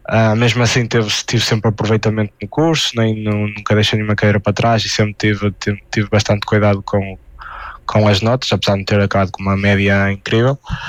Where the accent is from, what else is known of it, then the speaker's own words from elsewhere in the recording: Ponte de Lima, Norte, Portugal; eu, que sou de Ponte Lima